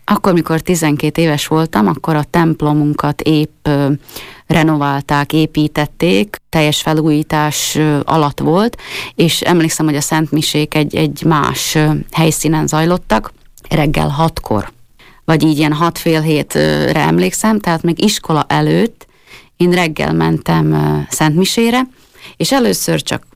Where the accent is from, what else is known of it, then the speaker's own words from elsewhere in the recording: Tardoskedd, Nitra Region, Slovakia; Igen, Tardoskedről származom, ez érsekújvári járásban található, egyébként Szlovákia egyik legnagyobb faluja.